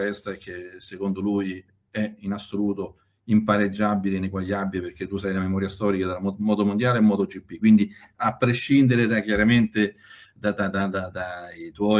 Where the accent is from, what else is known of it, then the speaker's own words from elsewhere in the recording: Ferentino, Lazio, Italy; seguivo un ragazzo delle mie parti, di Ferentino, Emilio Cuppini. Ragazzo abita a pochi chilometri da casa.